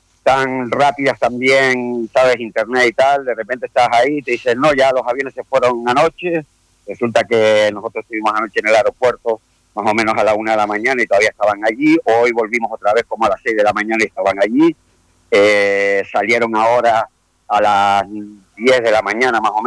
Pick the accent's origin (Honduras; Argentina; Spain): Spain; Canary Islands